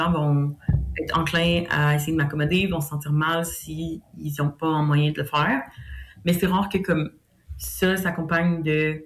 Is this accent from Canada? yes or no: yes; Quebec City, Quebec, Canada; T'sais, moi, je suis de Québec, donc il n'y a pas tant de lieux LGBT.